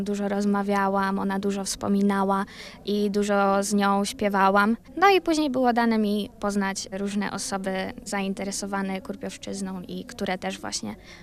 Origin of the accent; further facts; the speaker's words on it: Porządzie, Masovian Voivodeship, Poland; ja natomiast jestem z Porządzia, gdzie ta kultura białokurpiowska była żywa na przykład w okresie dwudziestolecia międzywojennego